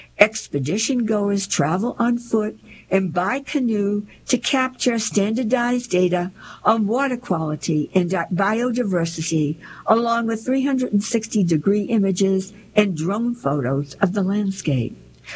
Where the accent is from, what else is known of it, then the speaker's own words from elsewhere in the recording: South Africa; As a South African